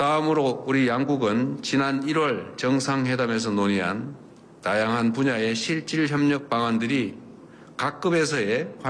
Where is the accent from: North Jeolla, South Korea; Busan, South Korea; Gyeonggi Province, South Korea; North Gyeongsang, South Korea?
North Gyeongsang, South Korea; Andong; 저의 고향인 이곳 안동을 찾아주셨습니다.